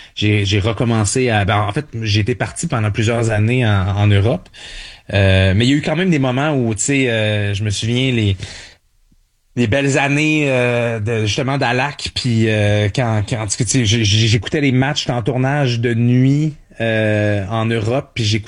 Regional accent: Montreal, Quebec, Canada; born there

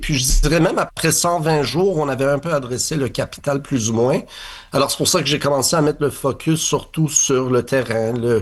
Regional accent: Montreal, Quebec, Canada; je suis Montréalais, je suis Québécois, je suis ici, je suis bilingue

